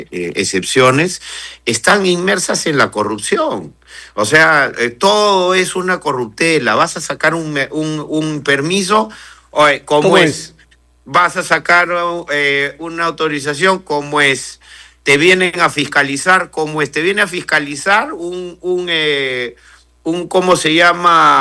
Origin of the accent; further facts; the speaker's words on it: Peru; Centrémonos más bien en cambiar nosotros como peruanos